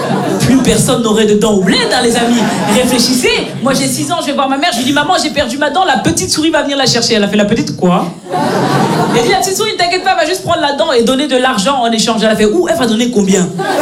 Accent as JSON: {"language": "French", "country": "Belgium", "tie": "born or raised there"}